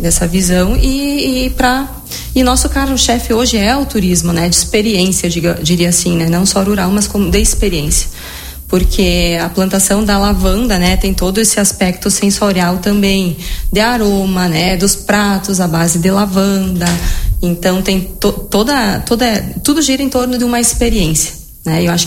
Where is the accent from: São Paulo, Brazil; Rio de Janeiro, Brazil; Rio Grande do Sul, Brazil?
Rio Grande do Sul, Brazil; Vila Maria; Então, a gente nasceu em Vila Maria, se criou nessa propriedade rural, né? Trabalhou junto com os nossos pais, toda a nossa infância, né? Então, a gente se criou nesse local